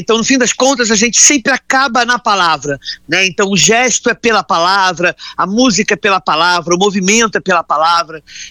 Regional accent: Rio de Janeiro, Brazil; also born or lived in Minas Gerais (family); foi muito importante a gente vir para o Rio, afinal, não só é a minha terra

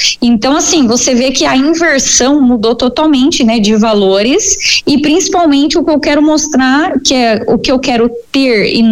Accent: Brazil

